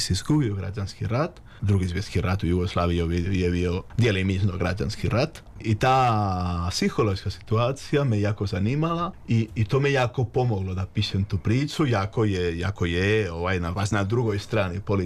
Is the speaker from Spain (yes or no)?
yes; Catalonia, Spain; Croatian is a second language; now in Sarajevo, Bosnia and Herzegovina; sam Katalonac